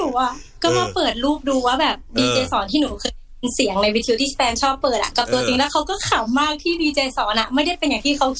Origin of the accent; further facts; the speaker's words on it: Samut Songkhram, Thailand; ใช่ค่ะสมุทรสงครามค่ะ